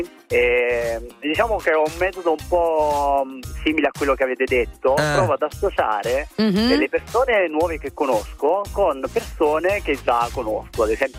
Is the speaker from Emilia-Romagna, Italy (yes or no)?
no; Caserta, Campania, Italy; now in Segrate, Italy; Da Segrate, sì, ma in realtà io sono di Caserta, ho abitato all'estero, un po' in giro, non so nemmeno io di dove sono.